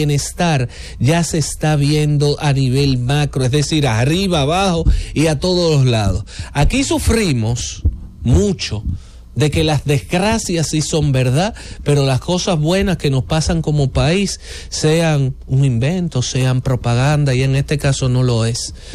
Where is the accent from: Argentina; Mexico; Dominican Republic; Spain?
Dominican Republic; esas cosas buenas que como dominicanos durante décadas hemos estado haciendo